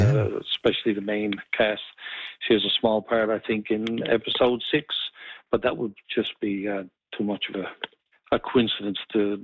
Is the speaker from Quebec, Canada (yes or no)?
no; Newfoundland and Labrador, Canada; now in Brigus, Canada; I'm not from Brigus. I moved here about 12 years ago. My wife's from the west coast of the province. I'm from the east coast. So we sort of split the difference.